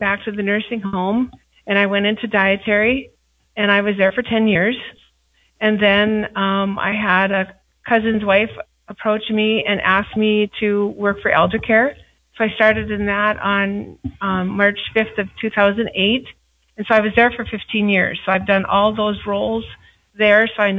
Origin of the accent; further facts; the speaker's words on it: Richardton, North Dakota, United States; moved away as an adult; now in Killdeer, United States; I'm from Richardton.